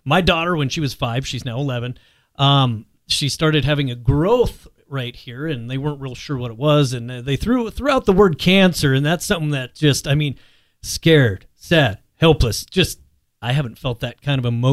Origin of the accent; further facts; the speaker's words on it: Ekalaka, Montana, United States; now in Billings, United States; I'm from Ekalaka, which is the end of the earth.